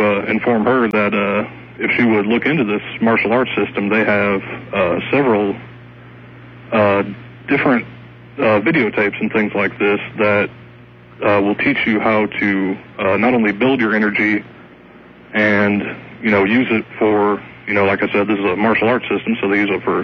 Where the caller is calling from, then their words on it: Peoria, Illinois, United States; I'm calling from Peoria, Illinois.